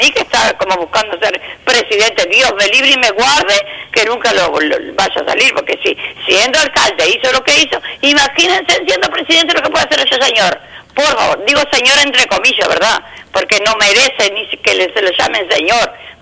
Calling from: Melo, Cerro Largo, Uruguay; A mí me da vergüenza decir por ahí cuando sé que soy de Melo, porque me dicen, ah, sos de Melo

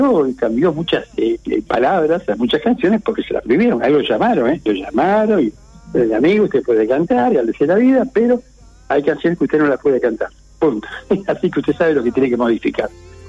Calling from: Paysandú, Uruguay; Yo no vivo en Montevideo, vivo en el Terma de Guayú.

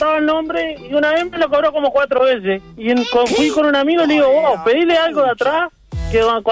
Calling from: Soca, Canelones, Uruguay

